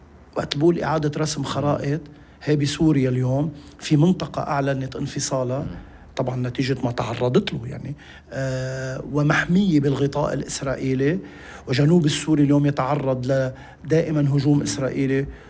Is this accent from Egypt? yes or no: no; Lebanon; نحن في لبنان